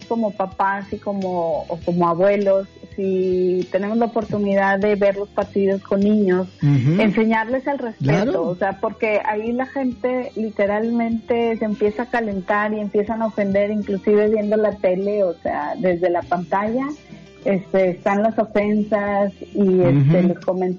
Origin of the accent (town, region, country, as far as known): Mexico